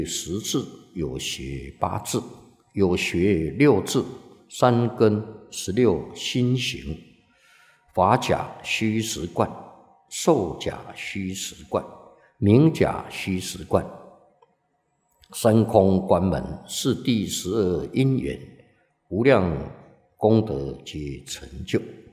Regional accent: Taiwan; 我们台湾都先喝水

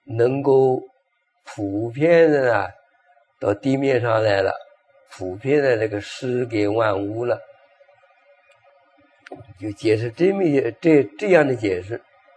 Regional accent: Taiwan; 我们台湾人在这个当教授的一个张令征啊

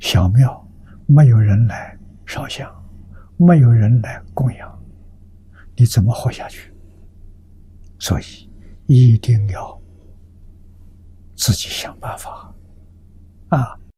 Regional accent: China; 我们中国人

